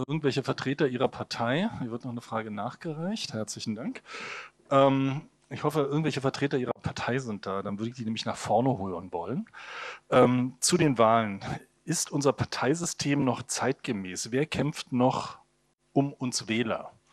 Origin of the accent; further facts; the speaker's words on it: East Germany, Germany; ich fühle mich als Ossi schon wieder unterdrückt.